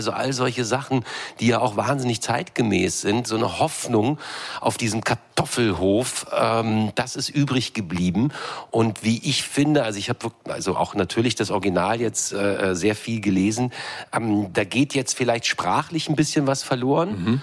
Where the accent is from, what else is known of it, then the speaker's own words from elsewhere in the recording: Düsseldorf, North Rhine-Westphalia, Germany; now in Berlin, Germany; Ich bin Düsseldorfer, ja. Mhm. Ich bin Wahlberliner, seit 90.